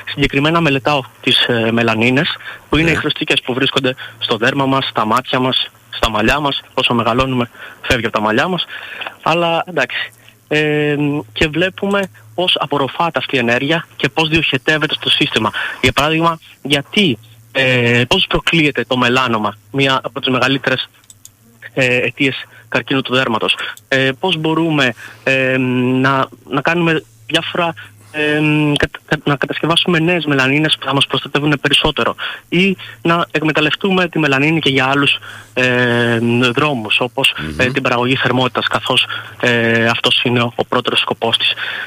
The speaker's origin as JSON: {"language": "Greek", "town": "Patras", "region": "Western Greece", "country": "Greece", "moved": "as an adult", "said": "Εγώ είμαι κάτοικος Πάτρας."}